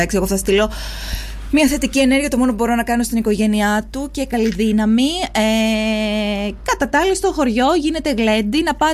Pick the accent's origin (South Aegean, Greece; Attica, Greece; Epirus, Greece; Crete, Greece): Crete, Greece; Galifa; είμαι τόσο περήφανη για τον τόπο καταγωγής μου. Αυτή τη φορά δεν θα σας στείλω στην Επισκοπή, μην μπερδευτείτε, θα σας στείλω στη Γαλήφα.